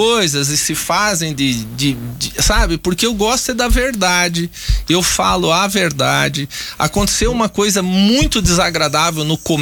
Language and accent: Portuguese; Paraná, Brazil; Mas eu sou paranaense